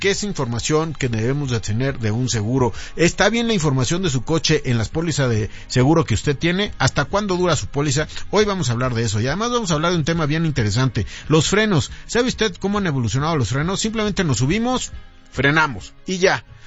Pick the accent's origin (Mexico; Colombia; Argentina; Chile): Mexico; todos somos mexicanos.